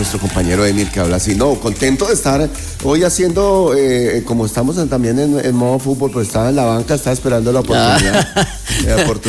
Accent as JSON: {"language": "Spanish", "town": "Villavicencio", "region": "Meta", "country": "Colombia", "tie": "born there", "also_born_or_lived": "Fusagasugá, Cundinamarca"}